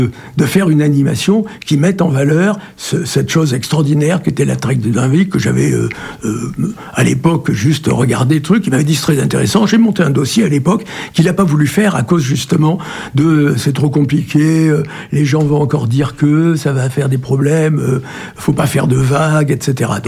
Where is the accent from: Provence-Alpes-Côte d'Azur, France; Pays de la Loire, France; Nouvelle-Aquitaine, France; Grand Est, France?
Nouvelle-Aquitaine, France; Périgueux; born there; now in Grignols, France; Alors moi je suis né à Périgueux et je vis maintenant, je me suis déplacé plusieurs fois à Périgueux, mais étant à Grignol, c'est jamais qu'à 5 km de Neuvik.